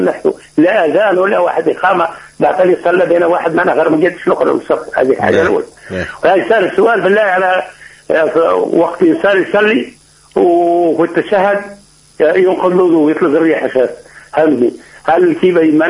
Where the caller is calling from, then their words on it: southern Tunisia, Tunisia; إحنا من الجنوب